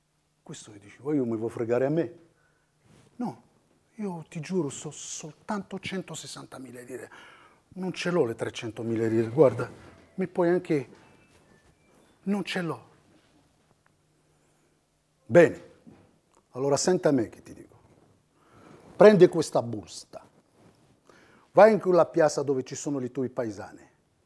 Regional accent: Morocco; Italian is a second language; now in Italy; tu arrivi lì, dici, poi io sei egiziano? No, sono marocchino. Bene, 300.000 lire ti porto a Torino.

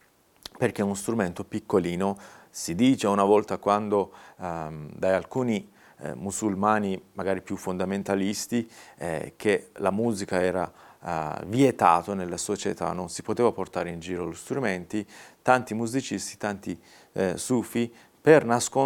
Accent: Isfahan, Iran; Italian is a second language; moved away as an adult; now in Italy; io vengo da Isfahan o Esfahan, la mia città natale.

